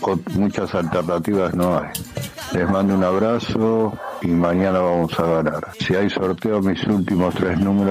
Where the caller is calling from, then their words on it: Castelar, Buenos Aires Province, Argentina; acá desde Castelar, como todas las mañanas, escuchándolos.